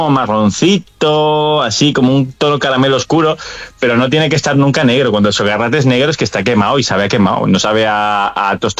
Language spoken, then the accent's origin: Spanish; Alicante, Valencian Community, Spain; Somos los alicantinos los que la hacemos así finita.